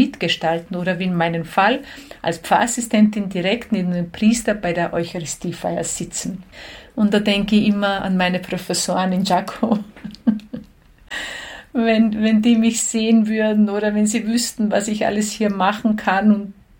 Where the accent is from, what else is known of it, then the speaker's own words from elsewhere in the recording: Đakovo, Osijek-Baranja County, Croatia; Genau, in Giacovo, in meinem Heimatort, ist ja das älteste Lipizzanergestüt der Welt und da bin ich täglich reiten gegangen.